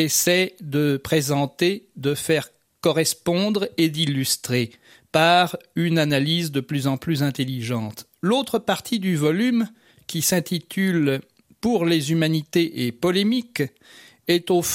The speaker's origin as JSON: {"language": "French", "region": "Corsica", "country": "France", "said": "chez nous en Corse"}